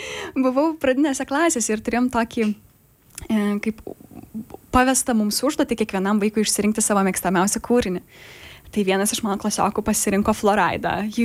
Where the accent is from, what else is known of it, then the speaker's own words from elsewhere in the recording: Vilnius, Vilnius County, Lithuania; mano vaikystė buvo Vilniuje.